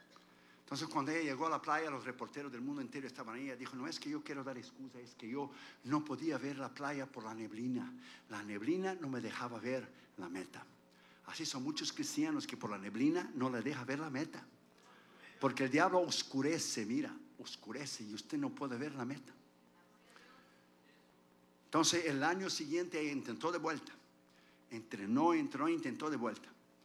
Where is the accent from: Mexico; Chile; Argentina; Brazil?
Brazil